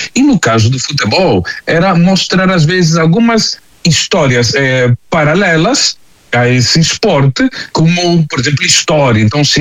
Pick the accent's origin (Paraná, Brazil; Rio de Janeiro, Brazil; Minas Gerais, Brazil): Paraná, Brazil; Londrina; moved away as an adult; now in Argentina; Eu sou brasileiro, moro aqui na Argentina faz 30 anos, quase 31 anos. Eu me criei em Londrina, no Paraná.